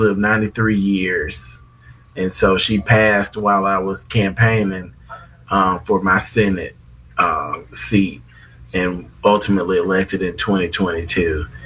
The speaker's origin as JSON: {"language": "English", "town": "Selma", "region": "Alabama", "country": "United States", "tie": "born or raised there", "said": "I grew up in Selma"}